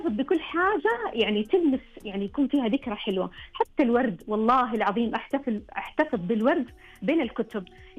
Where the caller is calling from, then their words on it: southern Saudi Arabia, Saudi Arabia; أنا جنوبية